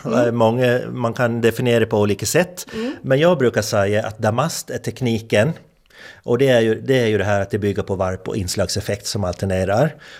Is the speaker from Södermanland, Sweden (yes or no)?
no; Hemse, Gotland, Sweden; i Hemse där jag växte upp